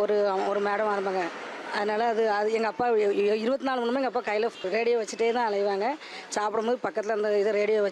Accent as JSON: {"language": "Tamil", "town": "Kulasekarapattinam", "region": "Tamil Nadu", "country": "India", "tie": "born or raised there", "said": "பழங்குட்டை. எனக்கு என்னுடைய சொந்த ஊர் கொலசேரிப்பட்டினம்."}